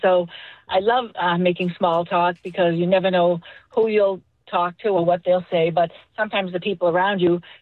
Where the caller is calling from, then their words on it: Brewster, Massachusetts, United States; Actually, I'm calling from Brewster, Mass.